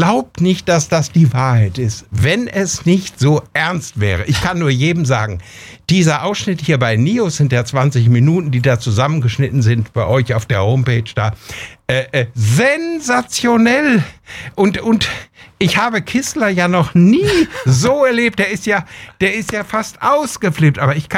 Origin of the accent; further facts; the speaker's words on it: Bünde, North Rhine-Westphalia, Germany; die am 8. Oktober in meine Heimat nach Bünde kommen, in die Stadthalle